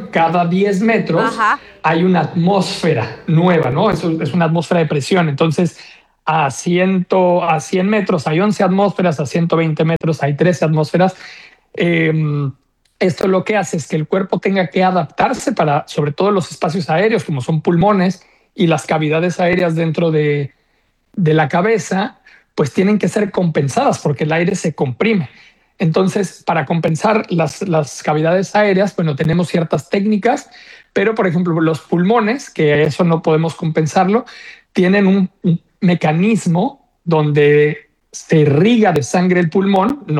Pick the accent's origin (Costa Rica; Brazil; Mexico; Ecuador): Mexico; Mexico City; moved away as an adult; now in Quintana Roo, Mexico; yo soy originario de Ciudad de México, pero llevo en Quintana Roo aproximadamente 16 años.